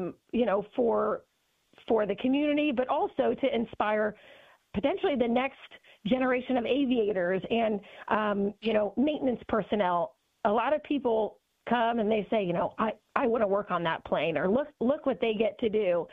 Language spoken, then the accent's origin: English; Indianapolis, Indiana, United States; So I grew up in Indianapolis. I was born right in Indy, and then I graduated from Carmel High School.